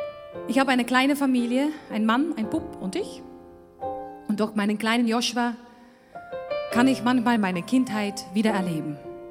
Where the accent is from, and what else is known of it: Netherlands; now in Austria